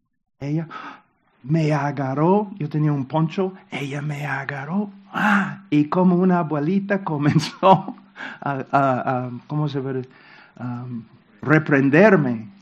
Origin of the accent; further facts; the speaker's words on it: United States; en mi país, los hombres que se rebelaron contra Inglaterra en 1776